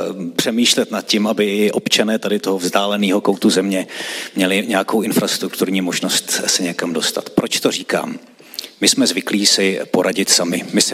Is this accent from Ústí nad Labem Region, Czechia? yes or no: yes; Ústí nad Labem Region, Czechia; Přijel jsem ze Šluknovského výběžku. Možná to víte, my se nacházíme mimo Českou kotlinu